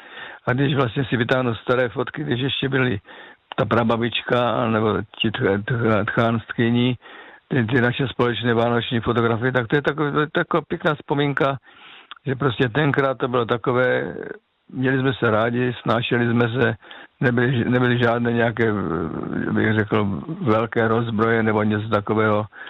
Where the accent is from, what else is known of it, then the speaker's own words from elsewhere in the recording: South Moravian Region, Czechia; já pocházím z Moravského Slovácka a tam jsme vlastně byli 3 generace babičky, rodiče a my kluci jako